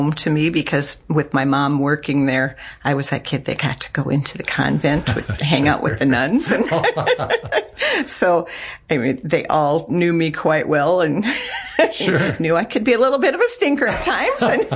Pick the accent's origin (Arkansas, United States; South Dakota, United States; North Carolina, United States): South Dakota, United States; Jefferson; now in Madison, United States; I grew up in Jefferson, South Dakota.